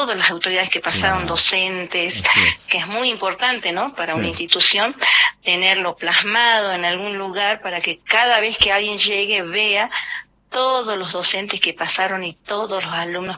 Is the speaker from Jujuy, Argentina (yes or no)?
yes; Palpalá, Jujuy, Argentina; Yo soy de Pálpalá, del departamento Pálpalá.